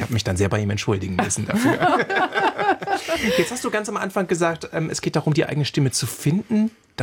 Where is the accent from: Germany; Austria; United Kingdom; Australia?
Germany; Bavaria; Ich komme ja persönlich aus Franken